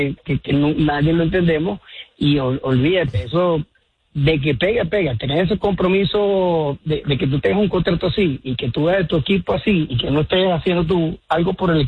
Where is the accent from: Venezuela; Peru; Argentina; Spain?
Venezuela; soy yanquista de corazón, pero también soy venezolano.